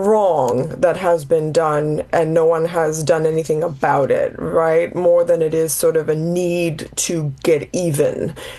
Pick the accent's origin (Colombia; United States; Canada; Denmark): Denmark; English is a second language; maybe because I grew up in Europe, right? I'm Danish, Congolese, I'm not African-American